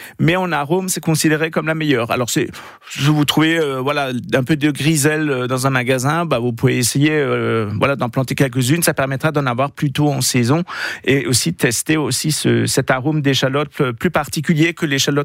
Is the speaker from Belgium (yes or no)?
no; Grand Est, France; on utilise plutôt du blanc et du violet chez nous en Alsace.